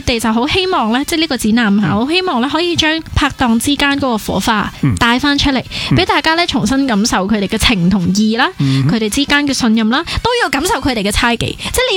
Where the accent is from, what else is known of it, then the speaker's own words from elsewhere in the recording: Hong Kong; 呢个都可能系我哋香港人咧一路都坚守嘅一种价值啦，